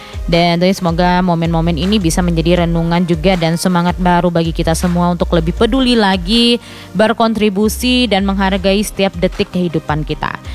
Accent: Sungai Penuh, Jambi, Indonesia; bagi kita warga Sungai Penuh

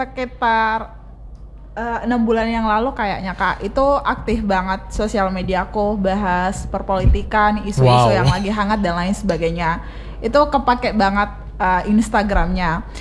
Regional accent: West Sulawesi, Indonesia; Aku orang Polman. Tapi fun fact, semua teman-temanku selalu mengira aku orang Jawa. Dan saya bukan orang Jawa.

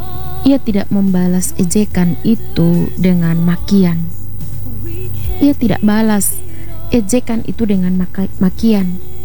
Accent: Alor, East Nusa Tenggara, Indonesia; kita sebagai orang Alor

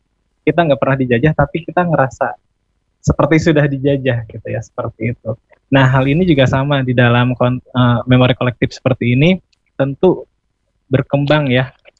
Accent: Indonesia

